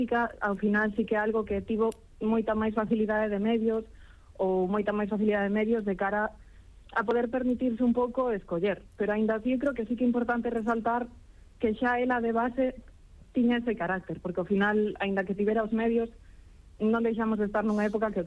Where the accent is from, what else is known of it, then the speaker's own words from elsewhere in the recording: Vigo, Galicia, Spain; tampouco coñecía esa figura de Elisa Patiño, son de Vigo, es decir, estaba bastante preto onde foi.